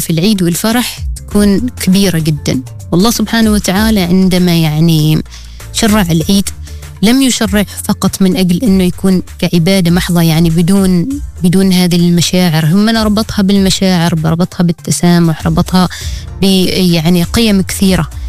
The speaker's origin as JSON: {"language": "Arabic", "country": "Oman", "said": "نحن كعمانيين"}